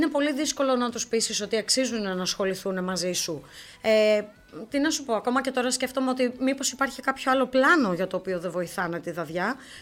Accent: Alexandroupoli, East Macedonia and Thrace, Greece; Έχω γεννηθεί και έχω μεγαλώσει στην Αλεξανδρούπολη. Δεν υπάρχουν χωριά από τους γονείς, γιατί είναι και οι δύο από την πόλη.

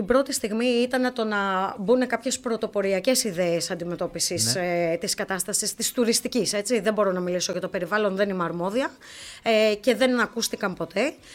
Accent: Alexandroupoli, Eastern Macedonia and Thrace, Greece; Έχω γεννηθεί και έχω μεγαλώσει στην Αλεξανδρούπολη.

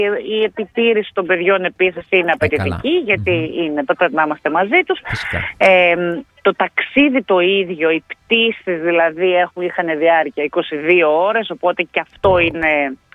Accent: Orestiada, Eastern Macedonia and Thrace, Greece; moved away as an adult; also born or lived in Thessaloniki; now in Melbourne, Australia; Γεννήθηκα και μεγάλωσα στην Ορεστιάδα και τελείωσα σχολείο. Το τελείωσα εκεί το σχολείο. Δηλαδή, μέχρι και τα 18 ήμουν στην Ορεστιάδα. Μετά έφυγα για σπουδέ στη Θεσσαλονίκη και έμεινα στη Θεσσαλονίκη και μετά Μελβούρνη.

